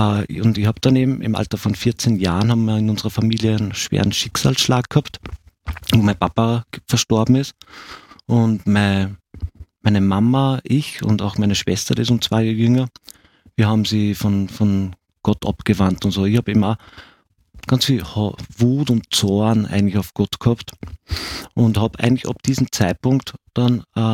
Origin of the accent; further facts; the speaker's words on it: Gmunden, Upper Austria, Austria; ich bin in Gmunden aufgewachsen, geboren und aufgewachsen, und ich habe eine wunderschöne Kindheit gehabt. Ich war Ministrant von 6 bis 14